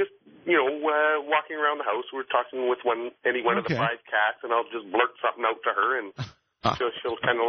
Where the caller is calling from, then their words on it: Winnipeg, Manitoba, Canada; I'm calling from Winnipeg, Canada.